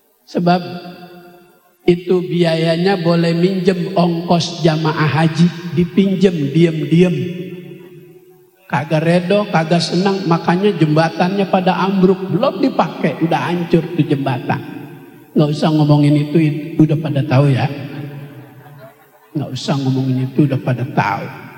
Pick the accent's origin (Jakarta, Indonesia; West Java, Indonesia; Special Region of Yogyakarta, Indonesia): Jakarta, Indonesia; Di kampung saya no, depan Masjid Al-Bahri Kebon Nanas